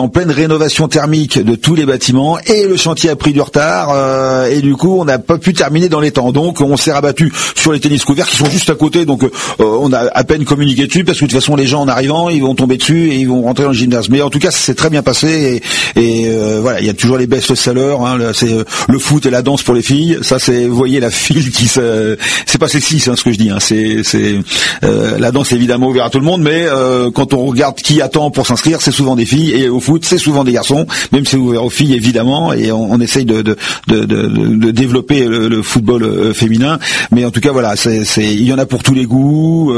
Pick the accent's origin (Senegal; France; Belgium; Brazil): France; Mériel, Île-de-France; moi je suis un enfant du pays, donc j'ai connu Mériel avec moitié moins d'habitants, j'ai joué dans la forêt quand j'étais petit